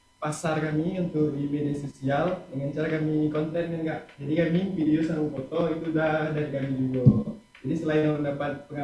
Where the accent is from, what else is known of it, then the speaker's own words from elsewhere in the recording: Danau Teluk, Jambi, Indonesia; kampung halaman kami itu di Danau Teluk